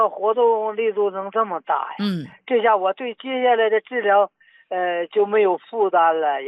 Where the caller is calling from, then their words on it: Harbin, Heilongjiang, China; 我是哈尔滨的。